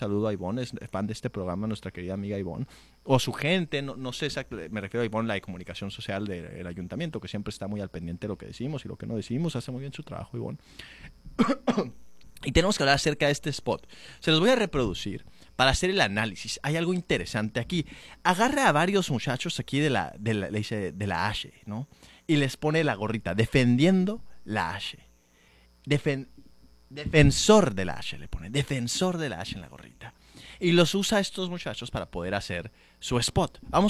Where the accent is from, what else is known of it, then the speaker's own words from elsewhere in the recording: Sonora, Mexico; la raza del Guayacán de donde soy yo